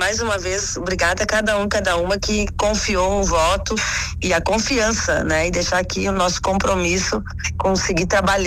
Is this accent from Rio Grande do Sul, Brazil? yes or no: yes; Rio Grande do Sul, Brazil; como eu moro na Serra, sou da Serra